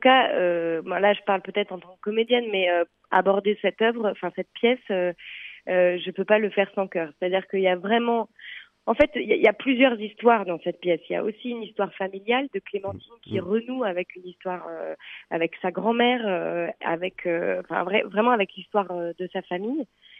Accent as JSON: {"language": "French", "town": "Paris", "region": "Île-de-France", "country": "France", "said": "Et puis je suis parisienne, donc je vois le Sacré-Cœur de Montmartre"}